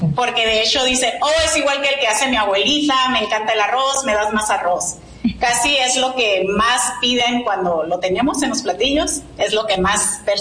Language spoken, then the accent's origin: Spanish; Ciudad Morelos, Baja California, Mexico; now in Yuma, United States; Todas aquí somos 100% latinas, somos orgullosamente mexicanas. Nací y crecí muy cerca de aquí, en el Valle de Mexicali, en Ciudad Morelos, o Cuervos para mi gente.